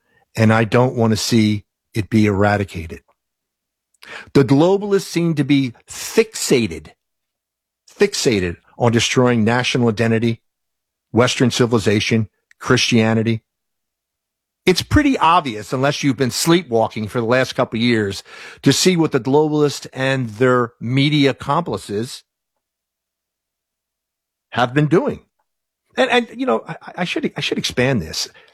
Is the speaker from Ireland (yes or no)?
yes; Ireland; born there; I'm Irish born, so a lot of times when I visit, I go back to Ireland often.